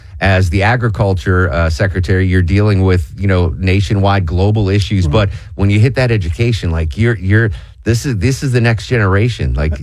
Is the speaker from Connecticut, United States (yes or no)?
yes; Connecticut, United States; One of my best friends growing up in Connecticut, he lived in a colonial style house.